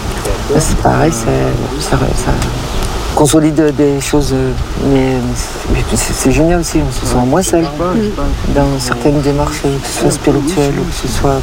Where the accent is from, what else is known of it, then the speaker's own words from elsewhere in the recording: Vernoux-en-Vivarais, Auvergne-Rhône-Alpes, France; donc voilà. Je viens du côté de Vernon-en-Vivarais.